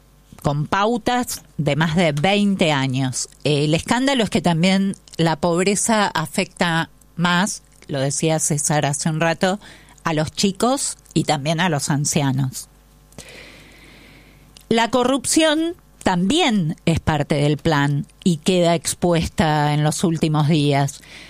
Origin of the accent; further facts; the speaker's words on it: Buenos Aires, Argentina; yo soy porteña también